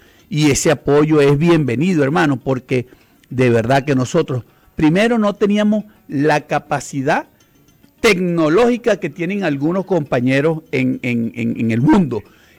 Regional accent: Lechería, Anzoátegui, Venezuela; moved away; desde mi pueblo allá donde yo nací, en Lechería

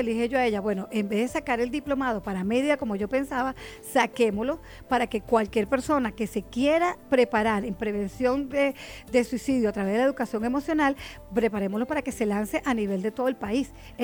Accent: Caracas, Capital District, Venezuela; moved away as an adult; now in Mérida, Venezuela; yo estoy en Mérida, y bueno, yo me fui a Mérida a estudiar el fenómeno hace ya varios años, y de hecho me radiqué en Mérida a pesar de que soy de Caracas.

